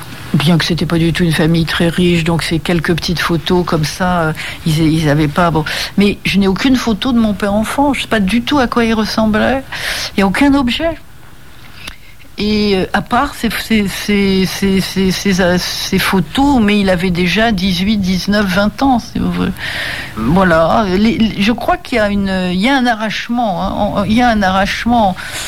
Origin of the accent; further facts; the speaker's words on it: France; born there; Moi, je suis née en France, je suis complètement française, j'ai une part italienne